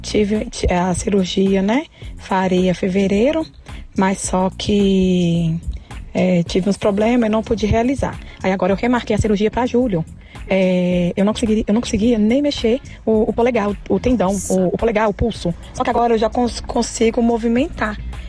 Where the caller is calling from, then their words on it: Ribeirão das Neves, Minas Gerais, Brazil; Giza, boa noite. … Sou de Ribeirão das Neves.